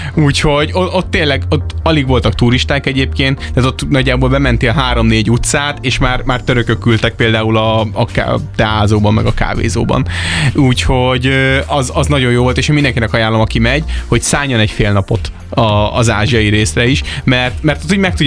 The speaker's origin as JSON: {"language": "Hungarian", "region": "Budapest", "country": "Hungary", "said": "Budapestről jöttünk, alig van pénzünk, tényleg, utána mondta, hogy magyar, szia, úgyhogy igen, ennyi volt. Budapest, Szoboszlai, amúgy ez nagyon érdekes volt, mindenki kérdezte, hogy hol, onnan származunk, mondtuk, hogy Hungary"}